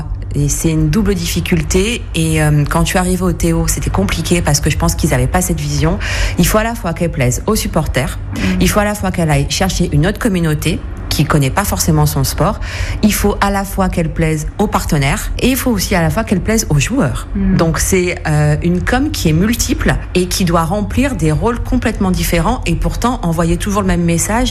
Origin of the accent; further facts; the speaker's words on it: Brive-la-Gaillarde, Nouvelle-Aquitaine, France; je viens de Brive et qu'on est plutôt une terre de 15.